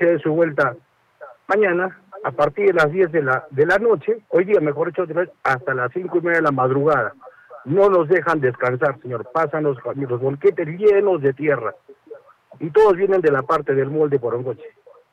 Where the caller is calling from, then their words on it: Arequipa, Peru; Soy vecino acá de Manuel Prado, de la parte baja.